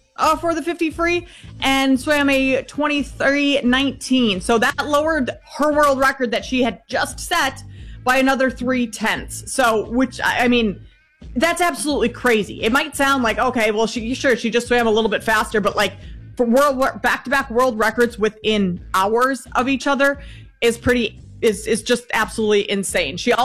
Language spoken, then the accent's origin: English; Minnesota, United States; I grew up in Minnesota, so I grew up listening to him.